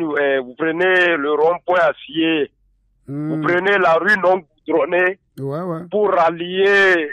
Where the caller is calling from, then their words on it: Maritime, Togo; je suis à Gouin.